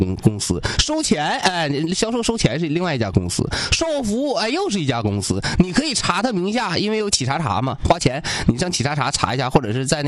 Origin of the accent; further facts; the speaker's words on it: Changchun, Jilin, China; 我们长春人